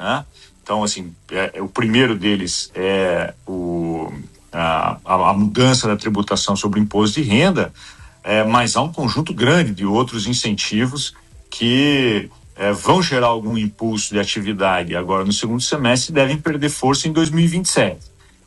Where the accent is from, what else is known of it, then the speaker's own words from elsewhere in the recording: Joaçaba, Santa Catarina, Brazil; Bom, eu sou de Joaçaba